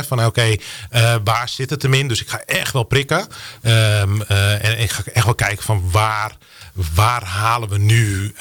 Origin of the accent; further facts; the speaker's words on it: Netherlands; We zijn Nederlanders